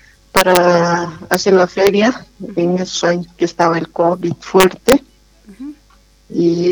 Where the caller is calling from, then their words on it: Bolivia; Me llamo desde Senajo.